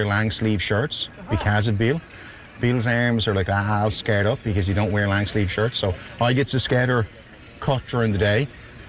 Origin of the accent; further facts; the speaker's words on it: Branch, Newfoundland and Labrador, Canada; from Branch.